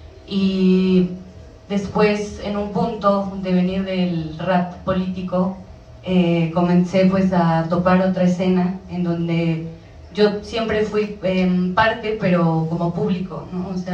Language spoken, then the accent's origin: Spanish; State of Mexico, Mexico; venimos del Estado de México, de la periferia, o sea, donde no estamos en la ciudad